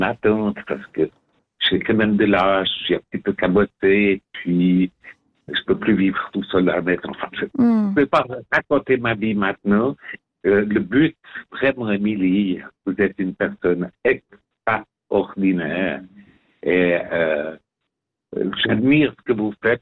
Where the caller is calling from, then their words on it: Yverdon-les-Bains, Vaud, Switzerland; Alors j'appelle Diverdon.